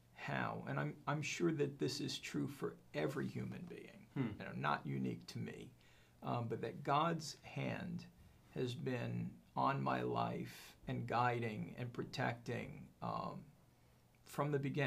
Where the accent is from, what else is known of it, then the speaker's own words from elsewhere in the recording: New York, United States; As I was growing up in New York, I grew up in a pretty rough neighborhood.